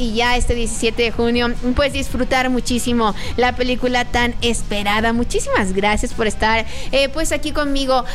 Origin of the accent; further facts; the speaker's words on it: Mexico; seamos así de increíbles y apasionados como somos mexicanos para celebrar tanto